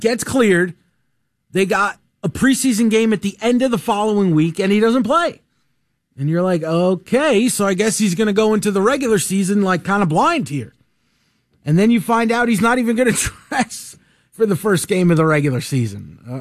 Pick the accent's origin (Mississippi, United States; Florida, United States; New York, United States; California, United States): New York, United States; moved away; growing up in New York